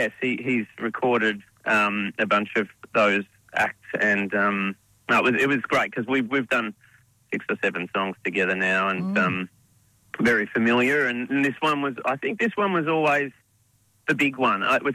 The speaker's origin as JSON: {"language": "English", "region": "Victoria", "country": "Australia", "tie": "born or raised there", "said": "my family property that I grew up on back in Western Victoria."}